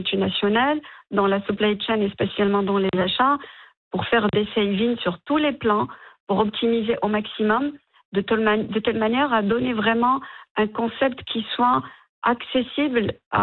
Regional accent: Morocco; Et on est marocain, donc on peut se déplacer au sud du Maroc quand on veut, on est agile, on est flexible.

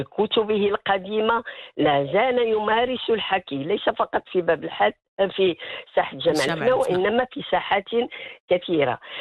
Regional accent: Morocco; نحن كمغاربة

